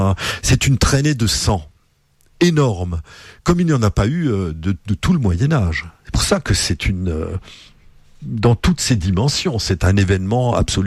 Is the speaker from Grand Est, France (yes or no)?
yes; Saverne, Grand Est, France; chez nous à Saverne